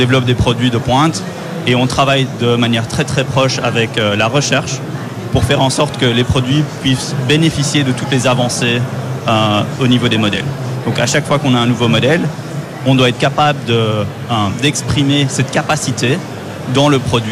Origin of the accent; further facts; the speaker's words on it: Brussels, Belgium; moved away as an adult; now in San Francisco, United States; D'origine, oui. Et maintenant, voilà. Je vis aux États-Unis, ça fait 2 ans, à San Francisco.